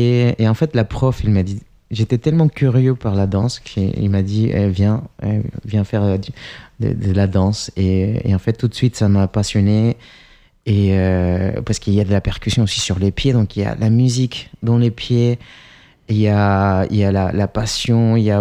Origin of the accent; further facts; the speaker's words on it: Chile; French is a second language; now in France; moi, je suis étranger, donc effectivement, j'ai pu voir ça. Je viens du Chili.